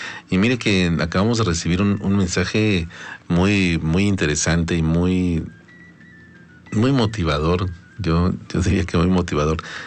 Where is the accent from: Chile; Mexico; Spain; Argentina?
Mexico; ahora soy mexicano con mucho gusto, con mucho orgullo y feliz de vivir en este bello país y sobre todo en este territorio.